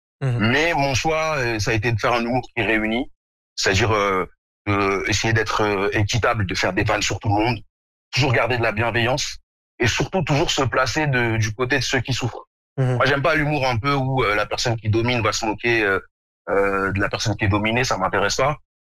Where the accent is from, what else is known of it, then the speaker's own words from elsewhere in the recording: Zagora, Drâa-Tafilalet, Morocco; J'ai toujours une bonne réputation grâce à la région de Zagora de laquelle je suis originaire.